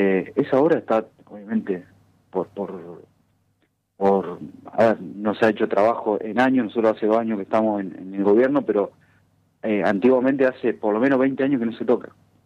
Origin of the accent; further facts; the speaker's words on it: Gaboto, Santa Fe, Argentina; yo soy un presidente joven, nacido, nativo de mi pueblo